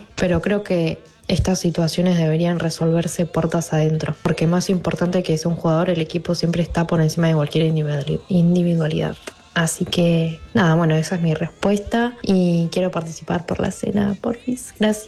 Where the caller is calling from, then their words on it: Buenos Aires, Argentina; de Buenos Aires, capital.